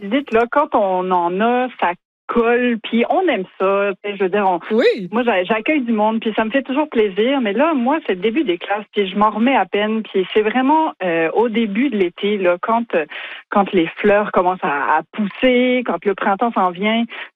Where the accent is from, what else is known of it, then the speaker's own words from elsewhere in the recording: France; now in Carleton-sur-Mer, Canada; C'est vrai, mais vous l'entendez dans mon accent, je suis pas forcément d'ici. Je suis, oui, habitante à Carleton-sur-Mer, mais je suis néo-gaspésienne. Et donc, ma famille, quand elle débarque de France, là, pour me voir, c'est difficile de dire non.